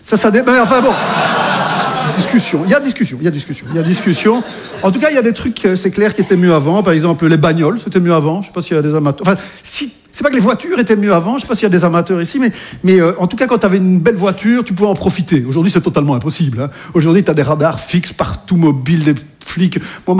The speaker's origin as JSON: {"language": "French", "country": "Belgium", "lives_now": "France", "said": "je suis belge, j'habite en France"}